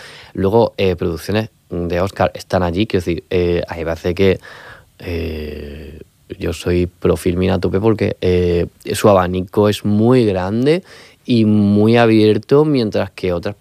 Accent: Region of Murcia, Spain; now in Madrid, Spain; yo cuando estaba en Madrid, en cualquier fiesta, en cualquier rodaje, en cualquier entorno, digo, soy de Murcia, me dicen, ah, pues yo conozco no sé quién

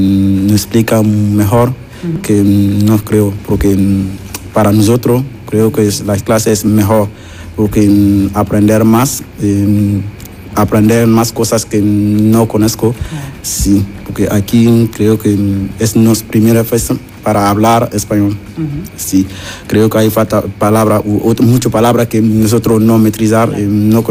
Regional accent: Burkina Faso; Spanish is a second language; soy de Burkina Faso.

